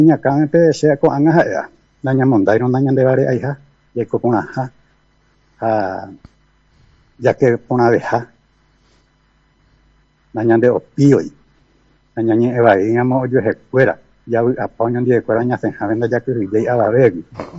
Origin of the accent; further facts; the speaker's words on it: Paraguay; como paraguayo, como pueblo paraguayo